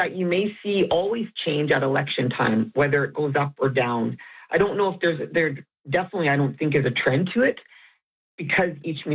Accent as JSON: {"language": "English", "country": "Canada", "said": "I think it's part of being a Canadian."}